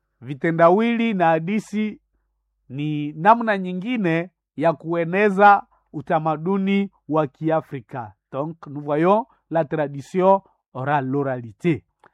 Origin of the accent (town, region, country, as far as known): North Kivu, DR Congo